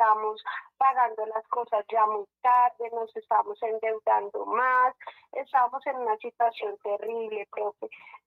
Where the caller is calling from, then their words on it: Bogotá, Colombia; lo estoy llamando desde acá, desde Bogotá, desde el barrio Quiroga.